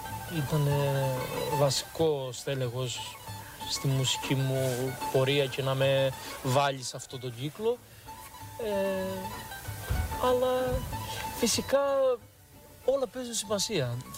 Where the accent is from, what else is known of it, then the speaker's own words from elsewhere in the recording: Kritsa, Crete, Greece; now in Agios Nikolaos, Greece; Είναι τιμή μου που είμαι από την Κρητσά. Μεγάλωσα. Έζησα πολλά χρόνια στην Κρητσά. Τώρα είμαι στον Άγιο Νικόλαο, αλλά έζησα πολλά χρόνια και θεωρώ τα καλύτερα μου χρόνια έζησα εδώ. Και να ξαναγεννιόμουν, πάλι εδώ θα ήθελα να ξαναζήσω.